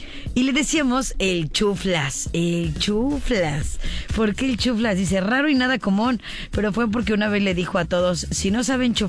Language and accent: Spanish; Mexico; así somos los mexicanos